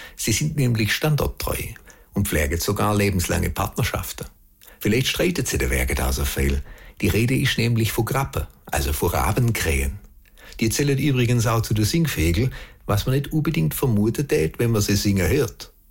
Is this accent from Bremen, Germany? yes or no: no; Beisinger, Baden-Württemberg, Germany; Wie immer mit einem kleinen Liedle im Dialekt von meinem Heimatort Beisinger bei Rottweil.